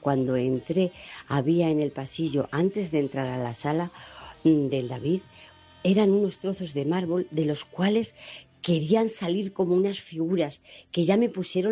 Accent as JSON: {"language": "Spanish", "region": "Castilla-La Mancha", "country": "Spain", "lives_now": "Madrid, Spain", "said": "una manchega en Madrid."}